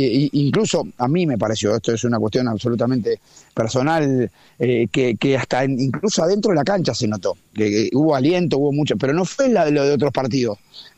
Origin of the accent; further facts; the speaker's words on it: Buenos Aires, Argentina; A los que nos toca vivir en Buenos Aires, a los que somos porteños desde la cuna